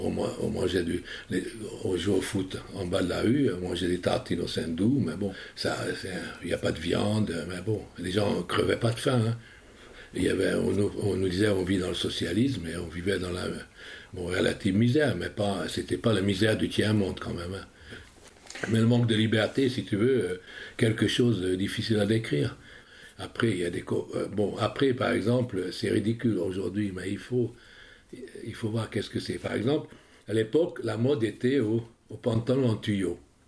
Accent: Hungary; moved away as an adult; now in France; j'ai 81 ans et je vis en France depuis 1963. Et j'étais réfugié politique. Hein. Donc, je suis d'origine hongroise.

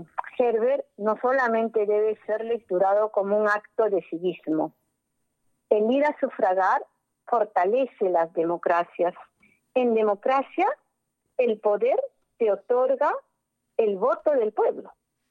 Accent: Peru; Eso somos los peruanos.

